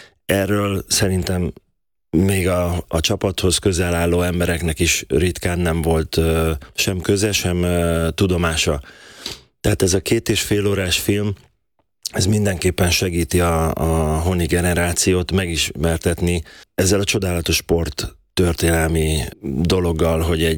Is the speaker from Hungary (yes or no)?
yes; Szeged, Csongrád-Csanád, Hungary; Igen, én Törzsgyökeres szegedi vagyok, még most is szegedi, vagy mindig is szegedinek fogom magam vallani. Ott van az alma máterem, ott jártam ki az iskoláimat, gimnáziumig.